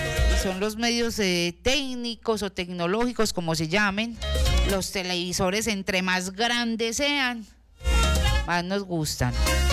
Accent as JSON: {"language": "Spanish", "region": "Paisa region", "country": "Colombia", "said": "somos paisas, berracos y echados para adelante"}